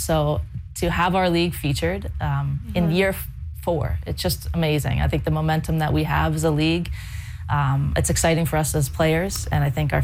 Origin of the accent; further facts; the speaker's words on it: Canada; as a Canadian hockey player, you know, you grew up with Saturday nights, Hockey Night in Canada.